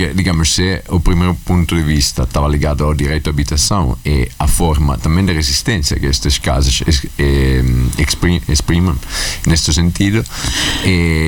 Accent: Vimercate, Lombardy, Italy; Portuguese is a second language; moved away as an adult; also born or lived in Porto, Portugal; now in Venice, Italy; Eu nasci e cresci em Milano, perto de Milano, digamos, é uma aldeia, chama-se Vimercate, mas nos últimos 8 anos estou a morar em Veneza, então considero-me daí, de Veneza, agora.

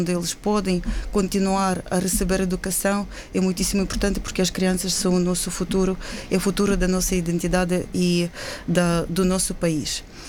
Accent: Kyiv, Ukraine; now in Coimbra, Portugal; eu sou originalmente da Ucrânia, sou de Kiev, do capital da Ucrânia, e eu vivo em Portugal já há muito tempo.

